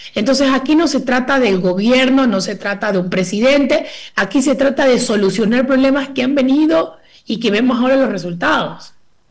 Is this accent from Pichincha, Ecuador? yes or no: no; Manabí, Ecuador; Mi familia es manabita, mi mamá, mis abuelos. O sea, yo amo mi provincia, amo, soy súper costeña, soy súper ecuatoriana